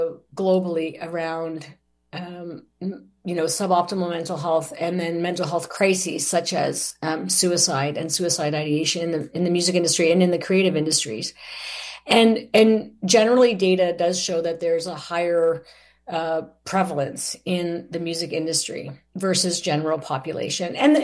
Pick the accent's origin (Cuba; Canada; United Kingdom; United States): Canada; As much as we like to think here in Canada that, you know, well, we're Canadian